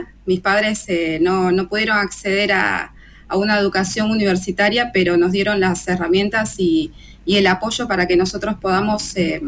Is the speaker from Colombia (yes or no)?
no; Mayor Buratovich, Buenos Aires, Argentina; now in Bahía Blanca, Argentina; Bahía Blanca no es el lugar en el que crecí. Yo soy de Mayor Buratovich.